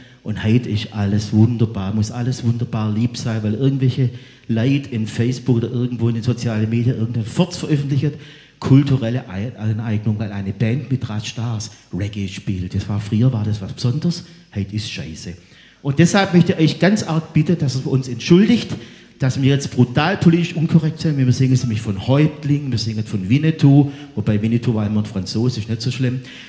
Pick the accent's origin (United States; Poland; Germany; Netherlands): Germany; Sulzbach; born or raised there